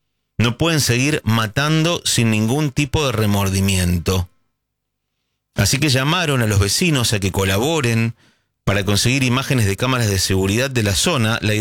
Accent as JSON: {"language": "Spanish", "country": "Argentina", "said": "lo que se nos dijo desde muchos lugares de cómo somos los argentinos."}